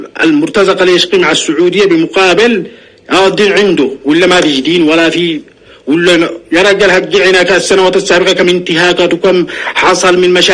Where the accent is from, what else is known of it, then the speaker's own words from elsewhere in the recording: Yemen; نحن مجتمع يمني متماسك ثقافة واحدة دين واحد أخلاق واحدة عادة وتقاليد